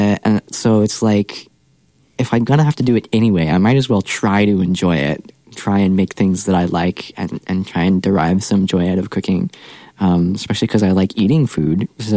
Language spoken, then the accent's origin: English; Arizona, United States; And then I say I'm from Arizona, and they're like, wow, Arizona, that's so far.